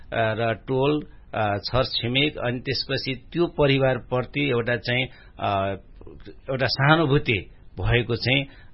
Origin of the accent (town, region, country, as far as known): Pokhara, Gandaki Province, Nepal; born or raised there